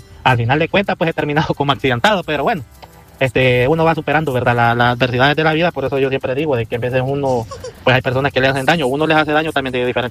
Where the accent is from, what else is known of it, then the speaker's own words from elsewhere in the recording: El Salvador; Bueno, soy salvadoreño, obvio